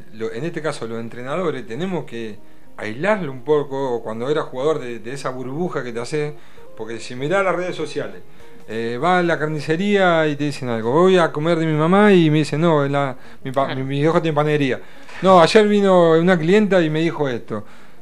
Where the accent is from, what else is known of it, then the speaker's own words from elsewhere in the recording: Berisso, Buenos Aires Province, Argentina; also born or lived in Ensenada; yo nací en Ensenada y después mi papá a los 6 años se fueron a vivir a Berisso. Y bueno, en Ensenada sigo teniendo familiares